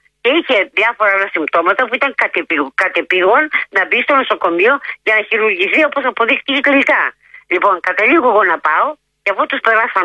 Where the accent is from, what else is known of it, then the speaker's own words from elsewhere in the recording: Chalkida, Central Greece, Greece; Γιατί είμαι από την Χαλκίδα και δεν τη γυρίζω πίσω.